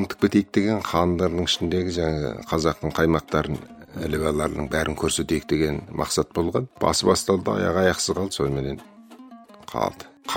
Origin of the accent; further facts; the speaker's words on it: East Kazakhstan Region, Kazakhstan; Бала күнімізден естіп өстік Асанғайғының аңыздарын, Асанғайғы сүйдеген екен, Асанғайғы бүйдің. Соны біздің Тарбағатайда ат қойып кеткен жерлері бар Асанғайғының.